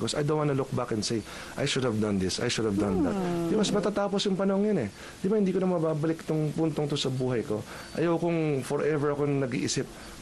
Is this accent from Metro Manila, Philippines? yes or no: yes; San Juan, Metro Manila, Philippines; Kasi, again, I've lived here all my life. I was born in San Juan, Cardinal Santos Medical Center, December 5, 1977. Buong buhay ko, all 48 years dito po ako.